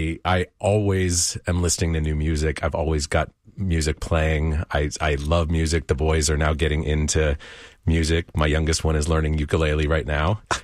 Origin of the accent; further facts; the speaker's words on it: Indiana, United States; also born or lived in New York; now in Houston, United States; I'm from Indiana originally.